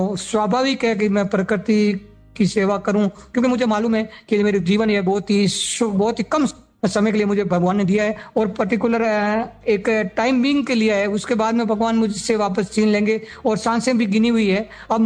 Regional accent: Ekalgori, Rajasthan, India; मैं ओशिया तहसील के गांव एकलगोरी का रहने वाला हूं

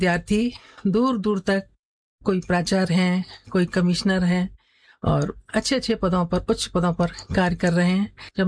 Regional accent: Firozabad, Uttar Pradesh, India; born there; मेरा जन्म 1961 में हुआ था फिरोजाबाद में।

